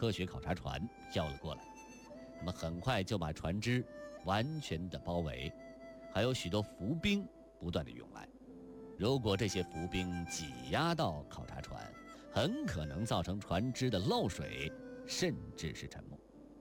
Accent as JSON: {"language": "Chinese", "country": "China", "said": "那么咱们中国人又是从什么时候开始进入到南极探险的呢？"}